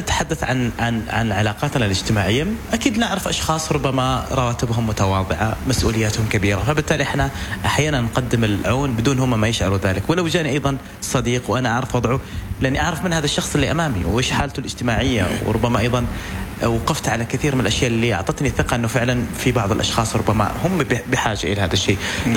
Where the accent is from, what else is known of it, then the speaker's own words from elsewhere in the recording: Oman; إحنا كمجتمع عماني